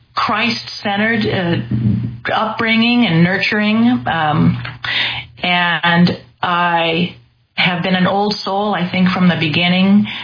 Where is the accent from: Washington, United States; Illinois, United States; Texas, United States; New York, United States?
Washington, United States; Yakima; also born or lived in Eugene; I grew up in Central Washington State in a town called Yakima. I was born in Eugene, and then the family moved just a few weeks after that.